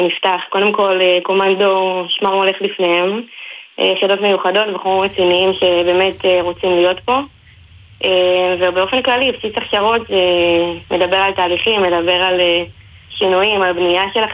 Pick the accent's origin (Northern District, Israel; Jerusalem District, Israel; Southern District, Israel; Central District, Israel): Southern District, Israel; Ashdod; אני מאשדוד, אנחנו בסניף אשדוד עובדים